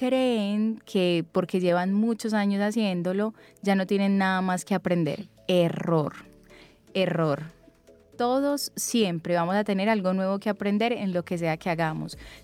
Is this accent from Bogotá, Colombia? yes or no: no; Antioquia, Colombia; somos paisas y somos querendones